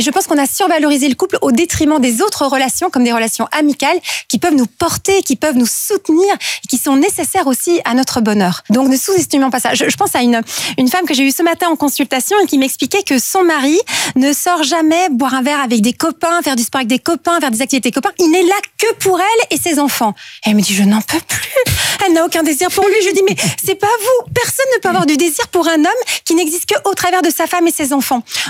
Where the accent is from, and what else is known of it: Belgium